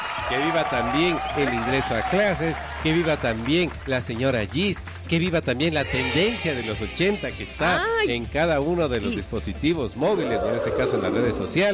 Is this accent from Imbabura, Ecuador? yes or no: no; Quito, Pichincha, Ecuador; nosotros como quiteños y ecuatorianos